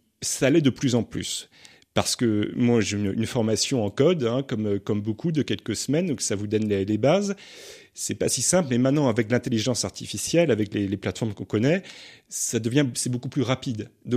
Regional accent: Brittany, France; moved away as an adult; now in Nancy, France; moi je ne suis pas lorrain ni alsacien là-bas, je suis breton, nul n'est parfait, mais je me suis rendu compte quand je suis arrivé à Nancy il y a quelques années

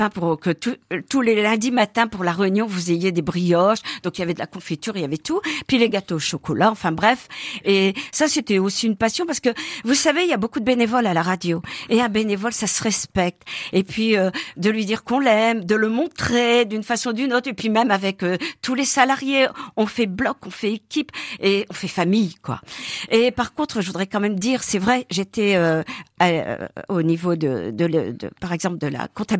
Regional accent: Hauts-de-France, France; Je suis une ch'ti, je le revendique.

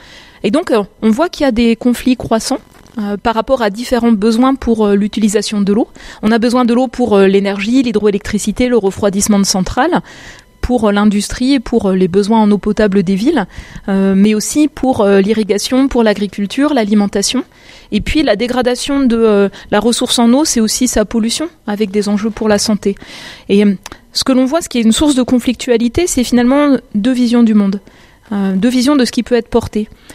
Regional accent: Grand Est, France; Mon expérience personnelle, j'ai grandi en Lorraine. Je passais mes vacances d'été en Bretagne, des vacances d'été qui avaient été marquées par des marées noires.

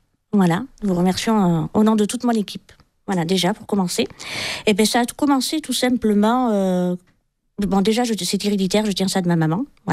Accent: L'Escarène, Provence-Alpes-Côte d'Azur, France; c'est comme ça que j'ai rencontré Jade pour notre première journée à l'Escarène, puisque je suis de l'Escarène.

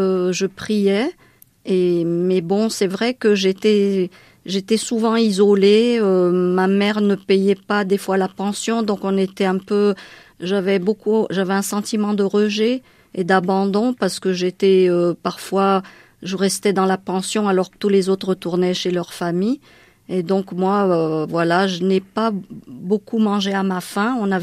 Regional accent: Madagascar; first language Malagasy; French is a second language; Oui, c'est mon pays natal. Hein. J'y suis très attachée et je parle la langue malgache parce que c'est ma langue maternelle. Hein. J'ai appris le français à l'école et vraiment, je vivais avec tous les malgaches.

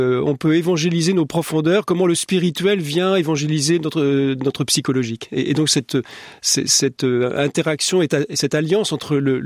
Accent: Nantes, Pays de la Loire, France; moved away; je suis originaire de Nantes. D'abord, c'est quelque chose d'important pour moi, les racines d'une famille catholique.

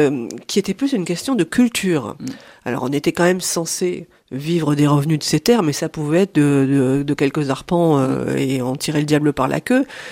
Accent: France; chez nous en France

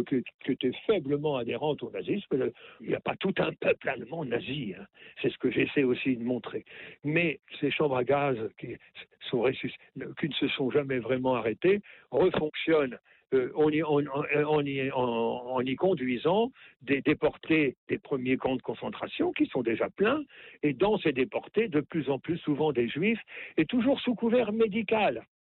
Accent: Normandy, France

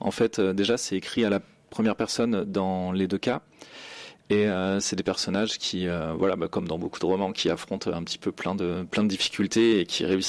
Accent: Niort, Nouvelle-Aquitaine, France; moved away; moi, je suis originaire de Niort. D'ailleurs, je suis revenu, j'habite aujourd'hui encore dans les Deux-Sèvres.

